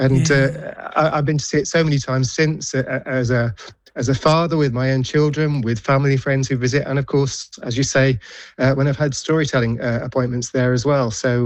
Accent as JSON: {"language": "English", "town": "Beeston", "region": "East Midlands", "country": "United Kingdom", "tie": "born or raised there", "said": "I grew up in Beeston"}